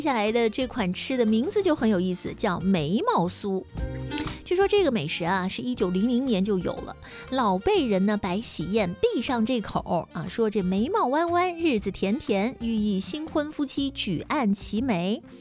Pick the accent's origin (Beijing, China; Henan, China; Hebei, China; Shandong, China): Shandong, China; 我们山东人